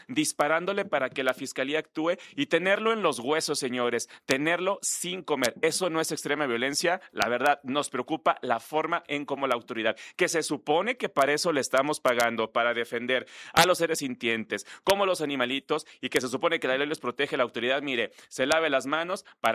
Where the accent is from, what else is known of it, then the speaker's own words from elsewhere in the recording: Mexico; somos mexicanos